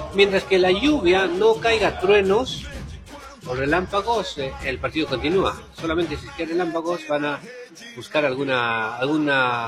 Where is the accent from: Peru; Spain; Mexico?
Peru; somos cuatro peruanos el día de hoy.